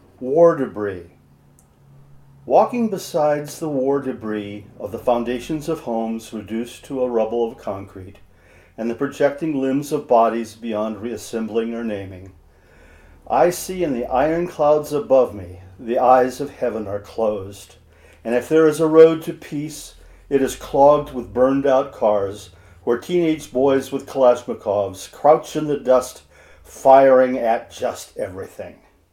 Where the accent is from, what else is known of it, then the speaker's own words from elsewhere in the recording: Cottage Grove, Oregon, United States; I'm a poet from Cottage Grove, Oregon.